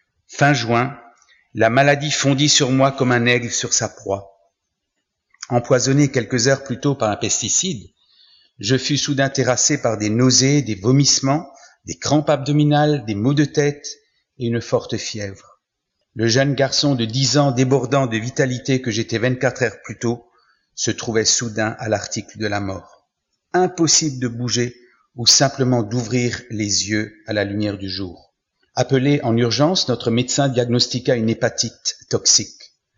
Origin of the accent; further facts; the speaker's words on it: Mulhouse, Grand Est, France; born there; je suis né à Mulhouse en Alsace en 1948 après la Seconde Guerre mondiale.